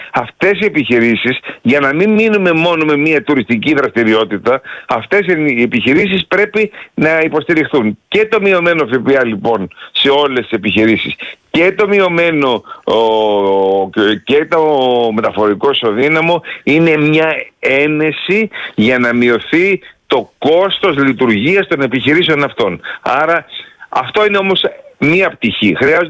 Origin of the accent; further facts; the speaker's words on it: Serifos, South Aegean, Greece; now in Lesbos, Greece; είμαι νησιώτης κατά καταγωγή, από τη Σέριφο, εκεί ήμουν χτες, και νησιώτης από επιλογή στη Λέσβο, γιατί μένω 40 χρόνια ως καθηγητής του Πανεπιστημίου στο Αιγαίο.